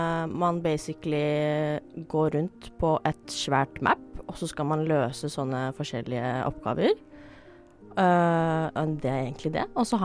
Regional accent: Skarnes, Innlandet, Norway; Jeg er jenta fra Skarnes, et lite sted som heter Skarnes. Jeg er 22 år gammel, og jeg studerer på Oslo Met.

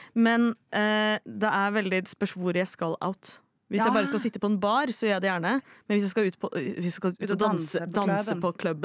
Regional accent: Oslo, Norway; jeg har vokst opp i Oslo

